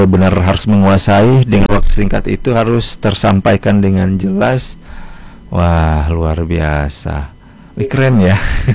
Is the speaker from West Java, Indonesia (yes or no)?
no; Ambon, Maluku, Indonesia; kita orang Ambon yang menuntut ilmu di sumber kejauhan itu.